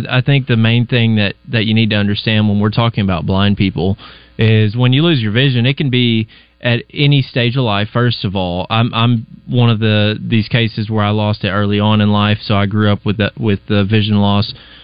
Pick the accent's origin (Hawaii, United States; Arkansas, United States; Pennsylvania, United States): Arkansas, United States; Des Arc; now in Little Rock, United States; I grew up in Des Arc, Arkansas, and then went to the School for the Blind, K-12, and then went to the University of Arkansas at Little Rock for my undergrad and master's degrees.